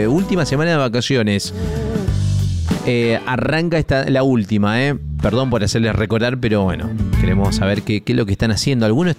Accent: Guaymallén, Mendoza, Argentina; born there; Yo soy de San José, siempre nací en San José

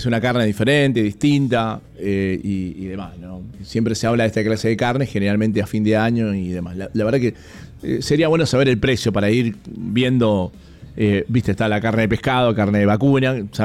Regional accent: Mendoza, Argentina; obviamente, como mendocino

